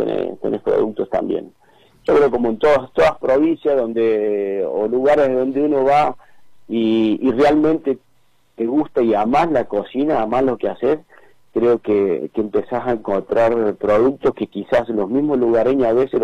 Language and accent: Spanish; Córdoba, Argentina; now in Neuquén, Argentina